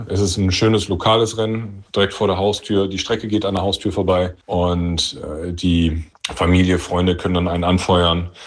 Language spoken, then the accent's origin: German; Münster, North Rhine-Westphalia, Germany; born there; now in Coesfeld, Germany; als geborener Münsteraner